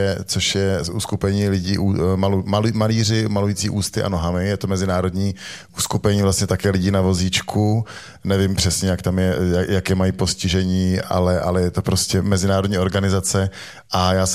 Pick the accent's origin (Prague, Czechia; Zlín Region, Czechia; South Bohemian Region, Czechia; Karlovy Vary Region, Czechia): Prague, Czechia; protože přece jenom jsem rodilý Pražák